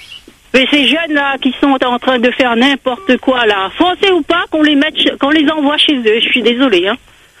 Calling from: Réunion

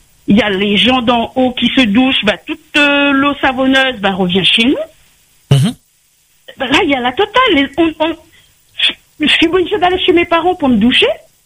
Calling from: Saint-Paul, Réunion

